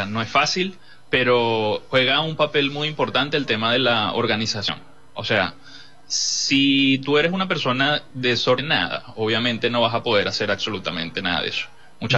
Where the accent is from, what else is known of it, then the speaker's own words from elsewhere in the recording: Peru; moved away as an adult; now in Venezuela; Una de las metas que me propuse desde que vine de Perú es llevar a Venezuela en el nivel de pizzería más arriba